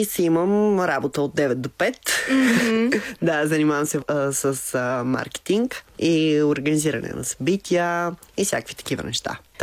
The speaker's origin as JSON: {"language": "Bulgarian", "town": "Kyustendil", "region": "Kyustendil Province", "country": "Bulgaria", "tie": "born or raised there", "also_born_or_lived": "Paris, France", "said": "Аз съм роден реално в Париж. Да, мама и тата там са се запознали и двамата са българи. И аз там съм роден. Живял съм много малко, една година. И след това сме се върнали отново в България. Иначе съм израснал в Кюстендил."}